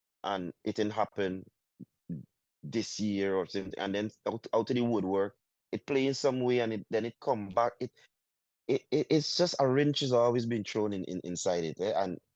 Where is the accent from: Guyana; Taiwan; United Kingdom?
Guyana; And I'm happy I'm from Guyana and I always in the pool